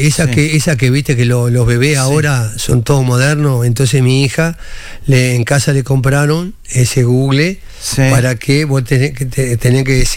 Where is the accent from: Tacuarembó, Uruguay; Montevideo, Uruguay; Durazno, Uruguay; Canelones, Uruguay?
Durazno, Uruguay; Sarandí del Yí; born there; En Sarandí del Yí.